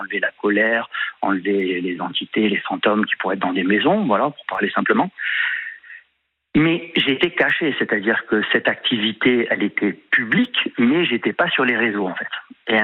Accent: Aix-en-Provence, Provence-Alpes-Côte d'Azur, France; De temps en temps, après moi je viens de Aix-en-Provence au départ.

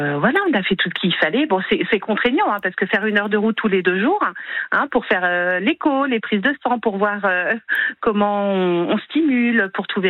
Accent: Saumur, Pays de la Loire, France; Moi, je suis de Saumur, ils m'ont dit, il faut aller ranger.

